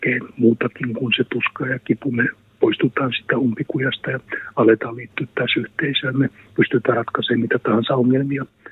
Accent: North Savo, Finland; born there; tietysti kun mä oon syntynyt Pohjois-Savossa, niin tavallaan kaveripiirin kautta jotenkin mun ikäpolvi tiesi sen, että ihmiset tekee itsemurhia.

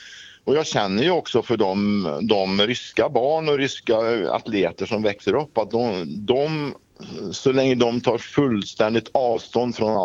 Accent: Russia; Swedish is a second language; Jag tror att man har alldeles fel propaganda hemma i Ryssland när man är stängd från omvärlden och man har inte rätt värderingar på saker och ting.

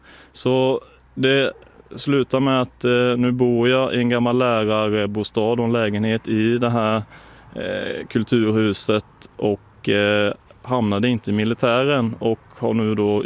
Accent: Nybro, Kalmar County, Sweden; now in Höga Kusten area, Sweden; där jag kommer från, Nybro, Kalmar, där Öland.

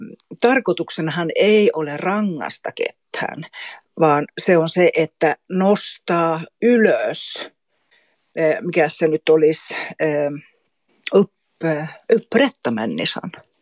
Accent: Kolari, Lapland, Finland; now in Kaunisvaara, Sweden; Mä olen Torniolaaksosta. Mulla on juuria Suomen ja Ruotsin puolella. Itse mä olen kasunut sitten niin Suomen puolella Torniolaaksossa Kolarissa. Ja tällä hetkellä mä asun Kaunisvaarassa.

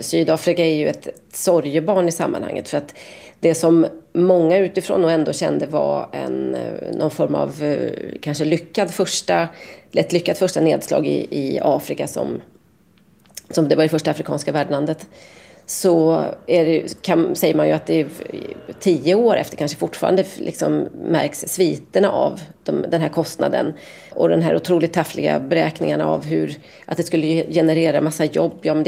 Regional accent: Sweden; Men som svensk så var det ju liksom inget favorit-VM.

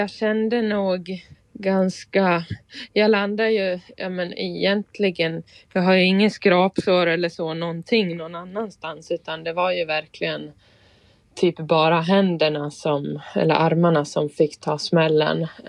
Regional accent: Sweden; hemma i Sverige

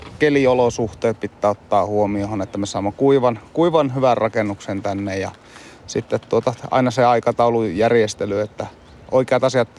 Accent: Lapland, Finland; kun minkä olen täältä Tornionjokilaaksosta olen kotoisin, niin nyt pitkän aikaa, niin olen tullut tänne takaisin

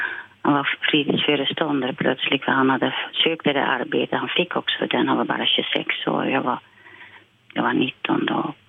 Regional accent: Silvolde, Gelderland, Netherlands; Och jag var från Silvolde så att jag hade en vän, en tremänning med mig.

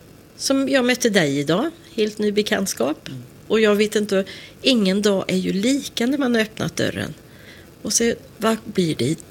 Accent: Skållerud, Västra Götaland County, Sweden; jag är faktiskt uppvuxen ute i Skållerud. Så det här är ju bara ett stenkast härifrån. Och jag är en pensionär från 1 maj i fjol.

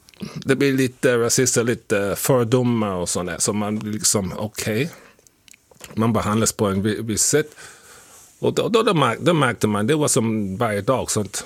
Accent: London, United Kingdom; Swedish is a second language; now in Sweden; när jag växte upp i London och vad jag fick gå igenom innan jag kom till Sverige

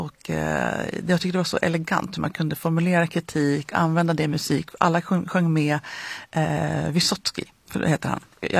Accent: Frösön, Jämtland County, Sweden; Jag är ju från Frösön

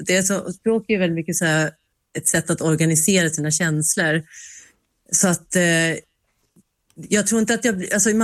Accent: Sweden; Men jag är ju uppvuxen i Sverige och född här, så att jag, det är väldigt närvarande.

